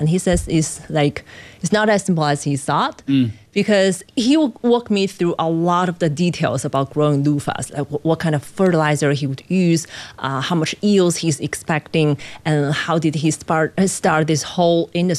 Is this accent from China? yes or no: yes; Huangmei, Hubei, China; I was native in the Huangmei counties. I want to contribute to my hometown.